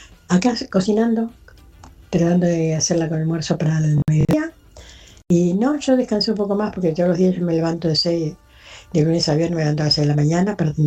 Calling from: Buenos Aires, Argentina; soy de Barraca

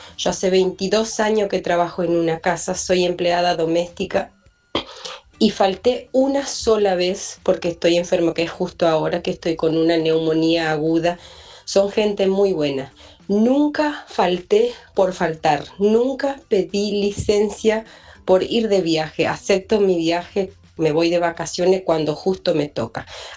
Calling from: Florencio Varela, Buenos Aires Province, Argentina; de Florencio Varela.

